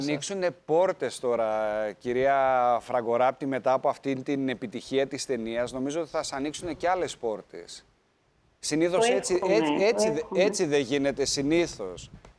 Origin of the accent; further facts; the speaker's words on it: Northern Greece, Greece; Και εγώ και η κυρία Κουτροκό είμαστε βορειοελλαδίτες. Εντάξει, εγώ δεν είμαι Θεσσαλονικιός, αλλά είμαι βορειοελλαδίτης.